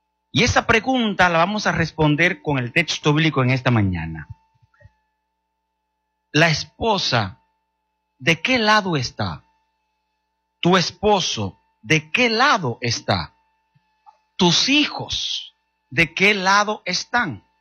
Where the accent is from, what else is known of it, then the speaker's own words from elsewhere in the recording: Dominican Republic; yo nací en República Dominicana, me crié en República Dominicana.